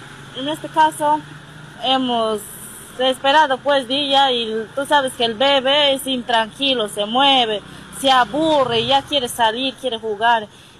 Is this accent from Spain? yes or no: no; Juanjuí, San Martín, Peru; Mi hijita, yo vengo de Juanjuy, estoy aquí desde el jueves, ya.